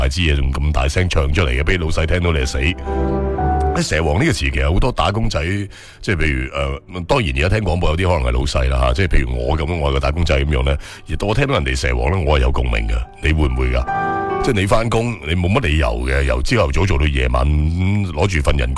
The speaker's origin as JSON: {"language": "Cantonese", "region": "Guangdong", "country": "China", "said": "我哋广东人咧都即系幽默感好够嘅吓"}